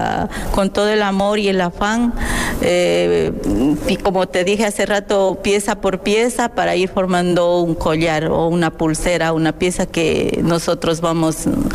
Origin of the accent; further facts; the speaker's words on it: Ecuador; born there; moved away; soy ecuatoriana.